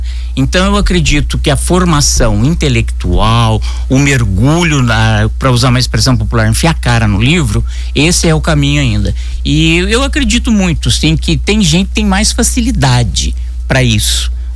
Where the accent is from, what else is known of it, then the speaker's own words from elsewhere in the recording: Aparecida, São Paulo, Brazil; born there; also born or lived in Lorena; now in Caraguatatuba, Brazil; eu sou nascido em Aparecida, tô aqui em Caraguatatuba, que eu adotei como minha cidade, metade da minha vida aqui